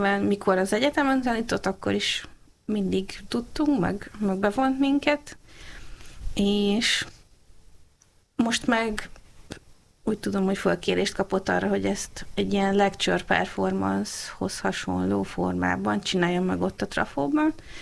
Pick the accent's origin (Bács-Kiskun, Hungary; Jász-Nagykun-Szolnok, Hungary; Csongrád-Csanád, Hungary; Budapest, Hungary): Csongrád-Csanád, Hungary; Hódmezővásárhely; moved away; én Hódmezővásárhelyi is vagyok